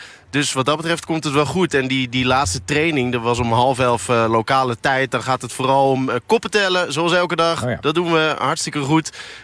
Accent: Netherlands

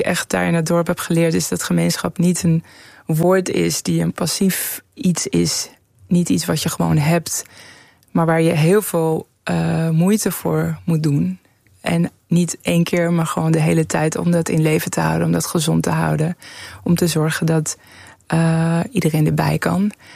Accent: Tehran, Tehran Province, Iran; born or raised there; now in Netherlands

